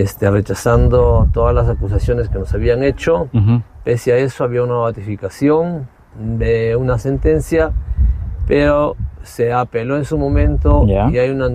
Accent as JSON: {"language": "Spanish", "area": "Cutervo", "region": "Cajamarca", "country": "Peru", "said": "nuestro Cutervo."}